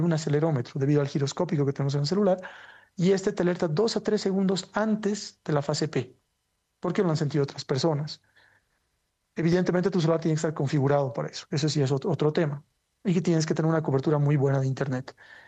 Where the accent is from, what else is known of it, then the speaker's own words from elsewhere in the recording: Bolivia; Eso lo vimos en mi país, Bolivia.